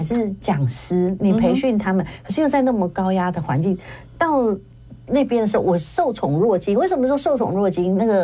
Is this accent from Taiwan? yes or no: yes; Taiwan; 我们在亚利桑那台湾人